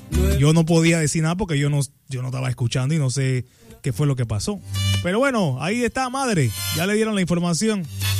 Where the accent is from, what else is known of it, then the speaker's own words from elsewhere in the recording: Panama; Nosotros como aficionados, como panameños, tenemos que apoyar a la selección y punto.